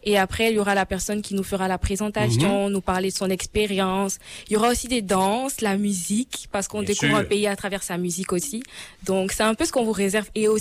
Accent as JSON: {"language": "French", "country": "Côte d’Ivoire", "moved": "yes", "said": "Moi, je viens de la Côte d'Ivoire."}